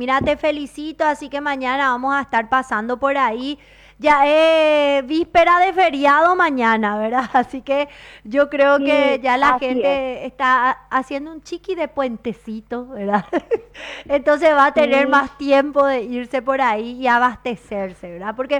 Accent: Paraguay; nosotros como ciudadanos paraguayos

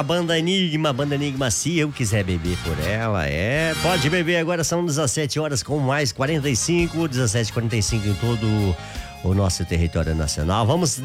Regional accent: Naranjal, Alto Paraná, Paraguay; now in Santa Rita, Paraguay; a gente se criou em Naranjal, na cidade vizinha aqui de Santa Rita.

